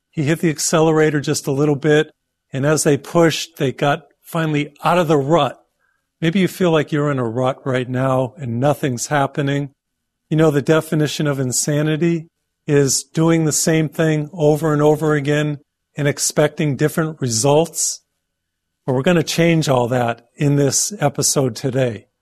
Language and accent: English; Massachusetts, United States; I grew up in Massachusetts, and in October, some beautiful things happen.